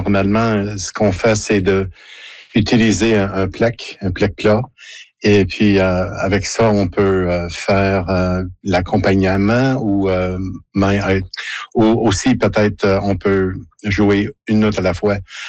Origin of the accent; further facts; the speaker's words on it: Montreal, Quebec, Canada; Oui, alors j'ai grandi à Montréal et quand j'étais jeune, la musique soul et funk était très, très populaire à Montréal.